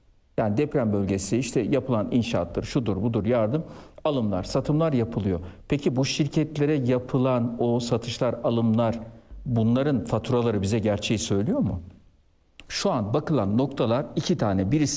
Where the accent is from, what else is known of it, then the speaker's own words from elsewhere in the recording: Mucur, Kırşehir, Turkey; memleketimdeki köfteciye, Mucur'da memleketimin adını da vereyim.